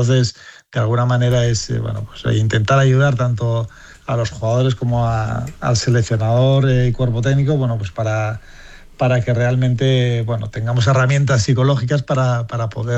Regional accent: Pamplona, Navarre, Spain; moved away; Sí, bueno, yo me fui pronto de Pamplona.

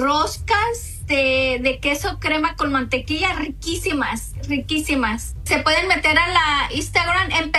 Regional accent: La Barca, Jalisco, Mexico; Yo soy de La Barca, Jalisco.

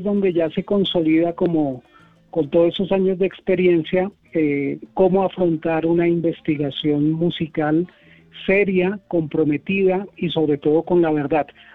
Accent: Bogotá, Bogotá Capital District, Colombia; mi tierra natal, Bogotá, que curiosamente, y tú lo sabes bien, no es la ciudad más salsera de Colombia

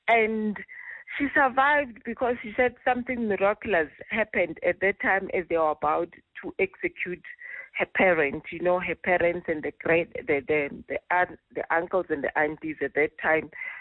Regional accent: Eswatini; when you hear somebody says, Ngwakangwane, and I'm from Swaziland

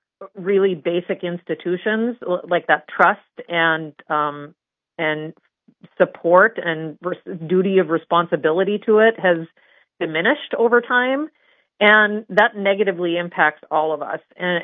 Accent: Ray, North Dakota, United States; now in Bismarck, United States; So here in Bismarck or my hometown of Ray

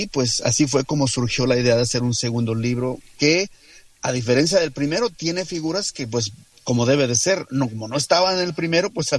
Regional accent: Xalapa, Veracruz, Mexico; allá en mi tierra, en Xalapa, Veracruz

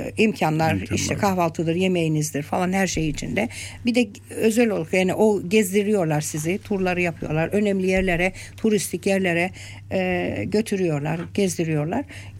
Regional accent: Cyprus; born there; biz savaş görmüş bir ülkeyiz. Ben kendi açımdan savaşlarda doğdum, büyüdüm. 1963 savaşlarını gördüm. 1974 savaşlarını gördüm.

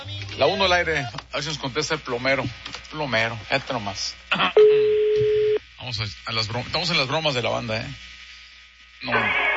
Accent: Linares, Nuevo León, Mexico; Yo soy de Linares, oiga.

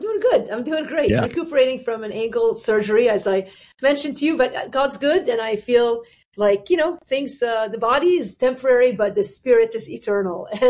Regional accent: Lebanon; the Middle East, which is where I'm originally from. I grew up in Lebanon.

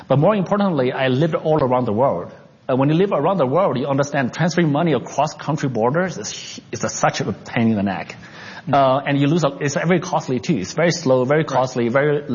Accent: Canada; also born or lived in New York; So when I grew up in Canada, working in U.S., working in New York for 4 years.

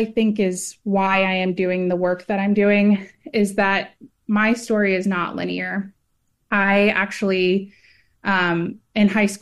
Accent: Texas, United States; you can't say you're not from Texas, but my heart is from the East Coast. So I grew up in Texas

